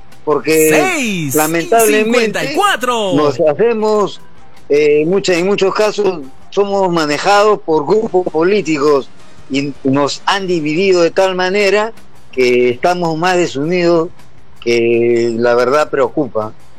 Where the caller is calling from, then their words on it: Ayacucho, Peru; de Ayacucho.